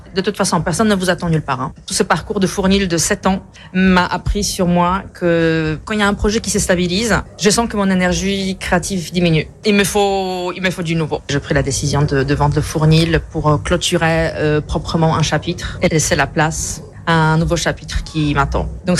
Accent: Warsaw, Masovian Voivodeship, Poland; moved away as an adult; now in France; Déjà, le départ, à l'âge de 27 ans, j'ai quitté Varsovie. Mon nid, tout simplement, mon pays.

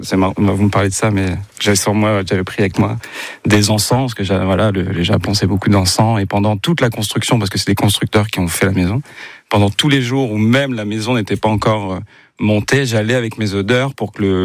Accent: Boulogne-sur-Mer, Hauts-de-France, France; il y a eu un tournage qui s'est fait là d'où je viens, de Boulogne-sur-Mer

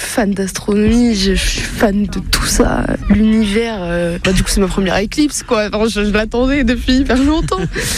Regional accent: Nantes, Pays de la Loire, France; Parce que nous, on vient de Nantes, en fait.

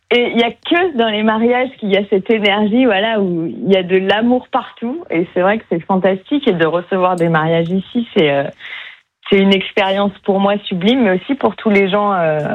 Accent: Paris, Île-de-France, France; now in Berry, France; je suis parisienne.

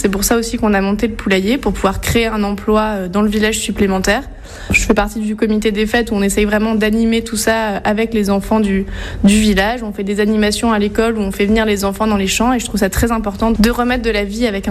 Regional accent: Strasbourg, Grand Est, France; moved away as an adult; also born or lived in Toulouse; now in Aisne, France; je suis née en Alsace, j'ai grandi à Strasbourg où j'ai fait toute ma scolarité jusqu'au lycée. Et après, je suis partie à Toulouse pour faire des études d'ingénieur agricole.

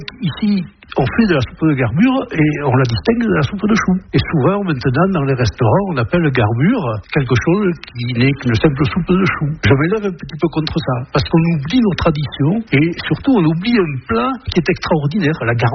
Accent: Dax, Nouvelle-Aquitaine, France; Je suis né au Cassourat, à Dax, mais j'ai passé mon enfance au quartier du Gond.

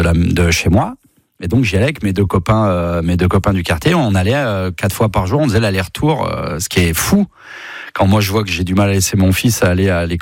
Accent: Auvergne-Rhône-Alpes, France; born or raised there; also born or lived in Valence

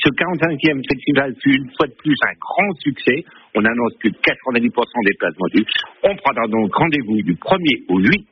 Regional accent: Coutances, Normandy, France; je suis chauvin, je suis de Coutances, cette magnifique cathédrale de Coutances

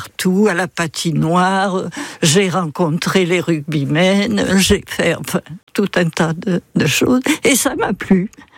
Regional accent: South, France; je parle avec les mains, je suis du Sud.

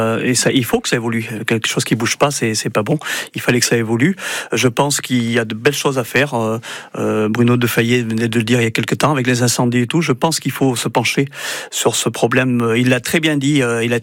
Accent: Vernines, Auvergne-Rhône-Alpes, France; j'étais petit enfant, j'ai grandi à Vernines. J'étais en face de la chaîne des Dômes et j'ai 61 ans

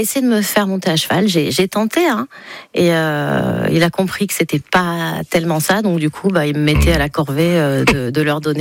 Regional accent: Nice, Provence-Alpes-Côte d'Azur, France; Je suis du sud. Et je sais à peine nager. Je suis niçoise.

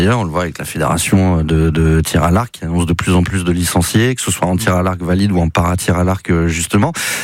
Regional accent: Nouvelle-Aquitaine, France; ici, chez nous, au Pays Basque

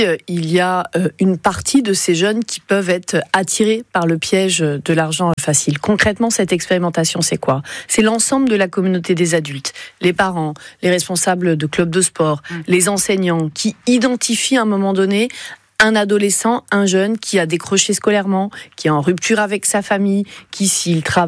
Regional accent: Nantes, Pays de la Loire, France; Vous avez vu la situation chez nous à Nantes

